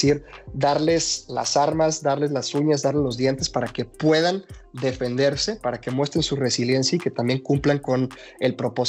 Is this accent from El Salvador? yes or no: no; Mexico; lugar en el que orgullosamente digo que soy mexicano